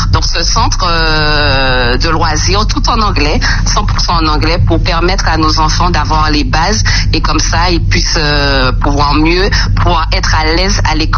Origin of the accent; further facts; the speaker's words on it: Martinique, France; mettre en place un espace d'échange pour les Martiniquais, donc pour pouvoir parler anglais, parce que nous sommes entourés de la Dominique et de la Sainte-Lucie.